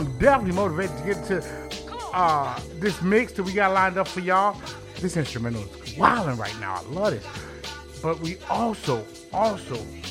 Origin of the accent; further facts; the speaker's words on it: Chicago, Illinois, United States; now in Little Rock, United States; my hometown, Chi-Town.